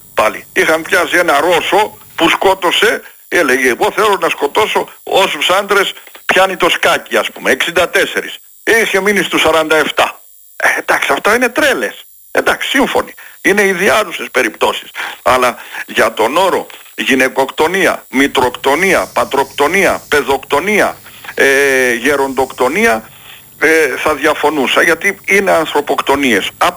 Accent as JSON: {"language": "Greek", "town": "Veltsista", "region": "Epirus", "country": "Greece", "tie": "born or raised there"}